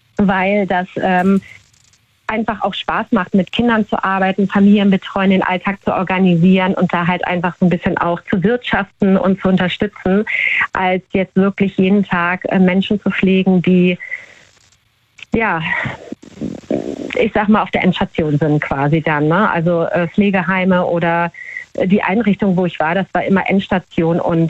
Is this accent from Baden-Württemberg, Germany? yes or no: no; Hamburg, Germany; Ich komme aus Hamburg